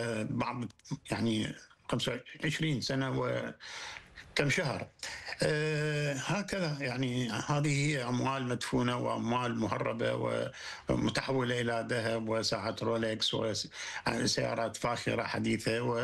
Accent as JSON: {"language": "Arabic", "country": "Iraq", "lives_now": "Baghdad, Iraq"}